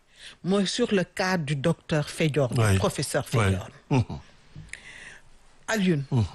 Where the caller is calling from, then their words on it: Senegal; En tant que Sénégalais lambda, Sénégalaise